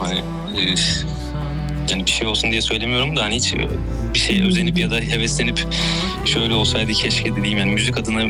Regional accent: Istanbul, Turkey; moved away as an adult; now in Izmir, Turkey; Ben 5 yıldır İzmir'deyim. Normalde İstanbul'da doğdum, büyüdüm. Son 5 yıldır İzmir'de yaşıyorum.

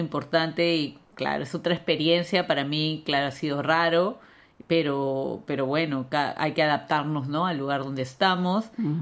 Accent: Peru; moved away as an adult; now in Germany

